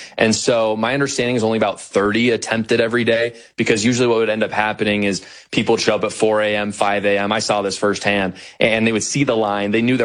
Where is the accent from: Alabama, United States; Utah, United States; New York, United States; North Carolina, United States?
Utah, United States; Orem; I grew up in Orem, Utah, where unfortunately Charlie Kirk was assassinated. I'm a member of the Church of Jesus Christ of Latter-day Saints.